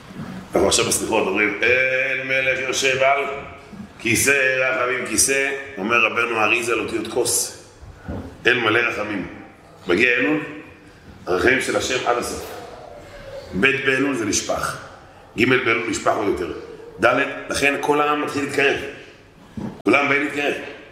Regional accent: Bnei Brak, Tel Aviv District, Israel; ואני בתור בני ברקי, סקרן. אתם יודעים, בני ברקי, רוצים לדעת הכל.

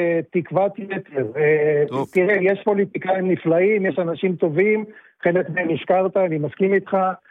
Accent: Haifa, Haifa District, Israel; שגם אני מילדותי מחיפה.

